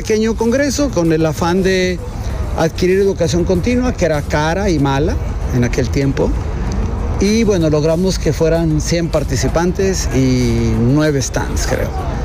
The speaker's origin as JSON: {"language": "Spanish", "town": "León", "region": "Guanajuato", "country": "Mexico", "said": "la ciudad de León, que es una ciudad que es muy parecida a Córdoba respecto a su número de habitantes y respecto a su posición geográfica. Somos el centro de México, como de cierta manera Córdoba lo es en Argentina."}